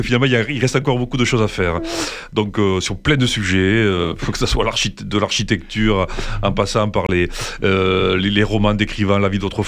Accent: Occitanie, France; born or raised there

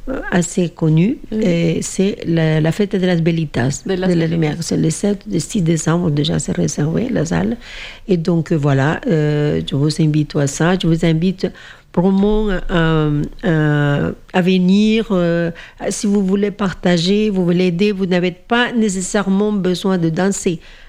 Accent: Colombia; Mais on est tous des Colombiens.

